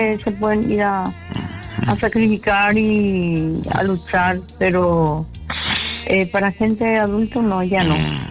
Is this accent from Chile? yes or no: no; Paraguay; moved away as an adult; also born or lived in Spain; Quiero seguir luchando aquí en mi terruño, en mi país.